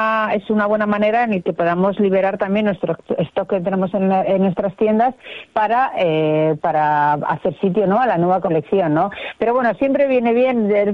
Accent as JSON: {"language": "Spanish", "town": "Bilbao", "region": "Basque Country", "country": "Spain", "said": "ya sabes que somos de Bilbao y que aquí el tiempo puede ser bueno, puede ser malo"}